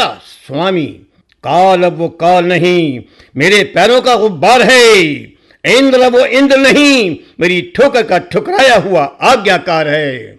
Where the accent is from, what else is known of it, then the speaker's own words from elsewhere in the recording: Moradabad, Uttar Pradesh, India; मेरा जन्म मुरादाबाद में हुआ